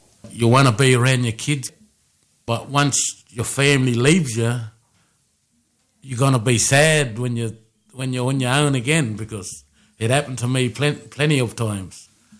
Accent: Brewarrina, New South Wales, Australia; I'm from Brewarrina. My tribe is Murawari.

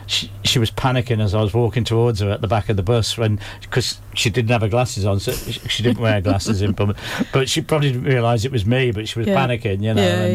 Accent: Coventry, West Midlands, United Kingdom; growing up in Coventry.

